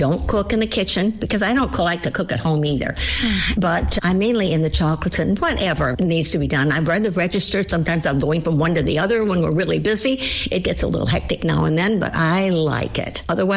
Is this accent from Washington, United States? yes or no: no; Benton Harbor, Michigan, United States; born there; I was born in Mercy Hospital in Benton Harbor, and now I live in St. Joe Township, where I want to be.